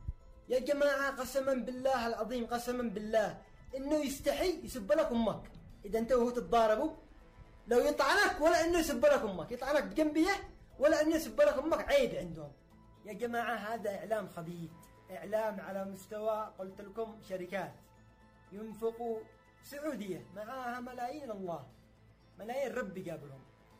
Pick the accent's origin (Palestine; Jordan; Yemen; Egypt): Yemen; بيننا كيمنيين